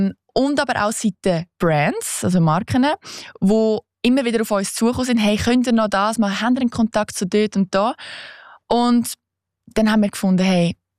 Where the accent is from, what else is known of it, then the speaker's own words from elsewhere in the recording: Switzerland; weil wenn du so als Schweizer in den Tee gehst und keine Ahnung hast.